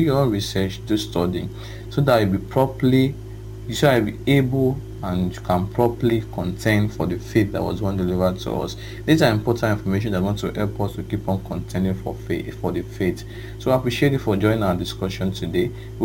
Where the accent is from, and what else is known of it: Okada, Edo, Nigeria